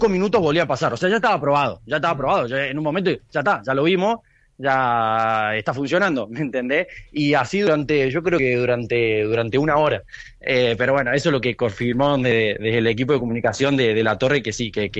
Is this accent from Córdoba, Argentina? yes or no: yes; San Francisco, Córdoba, Argentina; now in Barcelona, Spain; él es periodista, nosotros somos de San Francisco, y él es el jefe de prensa del Club Sportivo Belgrano